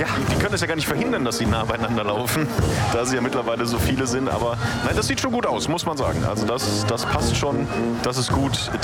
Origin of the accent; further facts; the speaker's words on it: Stürzelberg, North Rhine-Westphalia, Germany; Also wenn die Zonser gegrüßt werden, dann wir aus Stürzelberg dann natürlich auch.